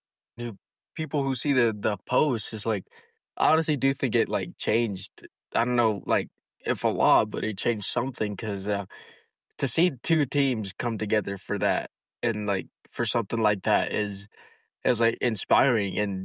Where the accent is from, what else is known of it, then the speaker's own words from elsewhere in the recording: Briggsdale, Colorado, United States; I think they say something that they say in Briggsdale is, like, you're protected, like, in the Little Briggsdale bubble, because you never go out. You're from a super tiny community